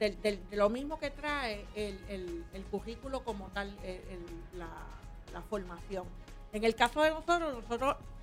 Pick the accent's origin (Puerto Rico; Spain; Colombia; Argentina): Puerto Rico; Fajardo; Fajardo. Este es mi pueblo.